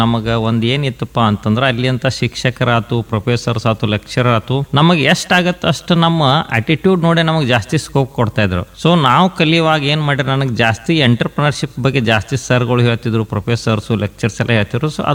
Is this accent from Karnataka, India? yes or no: yes; Bailhongal, Karnataka, India; So ನಮ್ಮ ಬಾಲ್ಯ ತುಂಬಾನೇ ಚೆನ್ನಾಗಿತ್ತು. ನಮ್ಮ ಬಾಲ್ಯವನ್ನು ನಾವೆಲ್ಲ ಕಳೆದಿರೋದು ಬೈಲಹೊಂಗಲದಲ್ಲಿ.